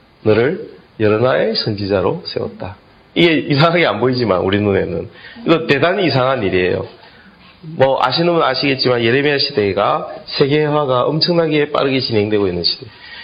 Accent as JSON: {"language": "Korean", "region": "Gyeongsang", "country": "South Korea", "said": "나는 경상도 사람으로서 이게 무슨 말인지 알겠어요."}